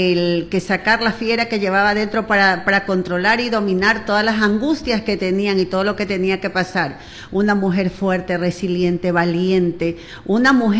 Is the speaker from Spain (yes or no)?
no; Manabí, Ecuador; como somos las mujeres manabitas